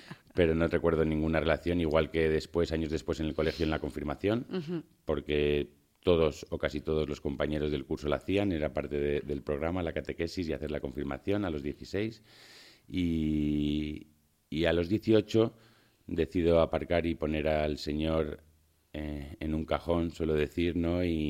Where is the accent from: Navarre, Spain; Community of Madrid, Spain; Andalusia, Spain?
Community of Madrid, Spain; Madrid; born there; nací en Madrid, aunque uh-huh. Mi familia viene del norte, de Bilbao, y las raíces de mi madre también son del norte. Siempre hemos tenido la familia, la base en Madrid.